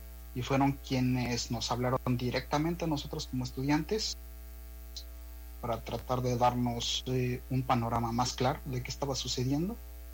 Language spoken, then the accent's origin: Spanish; Mexico; moved away as an adult; now in London, United Kingdom